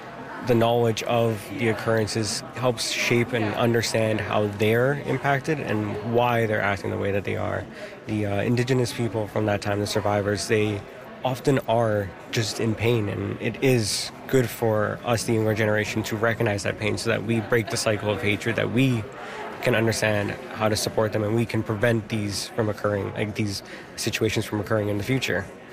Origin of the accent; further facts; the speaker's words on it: Thunder Bay, Ontario, Canada; I'm from Thunder Bay, representing Red Sky Métis Independent Nation, and I am a student and youth member of Red Sky.